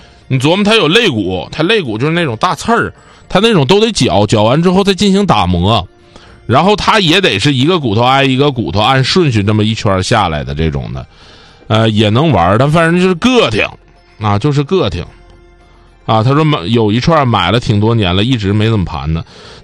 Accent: Northeast China, China; accent: Northeastern dialect; 就我们东北话讲扎吧约的那么一种感受，

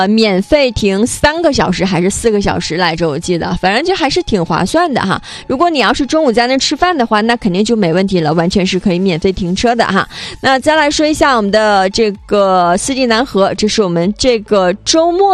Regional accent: Changchun, Jilin, China; 南湖公园也是我们长春人从小看到大的这样的，

